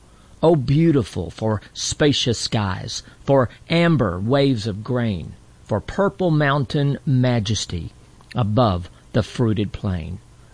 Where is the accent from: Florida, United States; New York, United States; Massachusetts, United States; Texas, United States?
Texas, United States; born or raised there